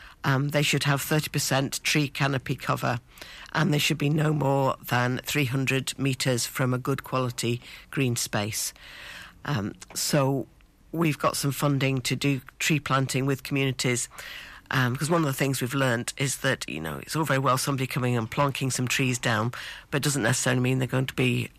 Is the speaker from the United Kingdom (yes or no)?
yes; Wales, United Kingdom; I'm from Powys. We have community gardens in Powys